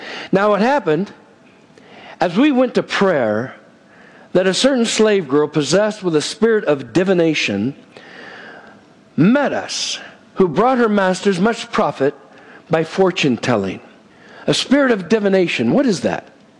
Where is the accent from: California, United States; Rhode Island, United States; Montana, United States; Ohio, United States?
California, United States; West Covina; where I grew up in West Covina, California, Southern Cal, it's about probably 30 to 40 minutes from L.A., going east, known as the San Gabriel Valley.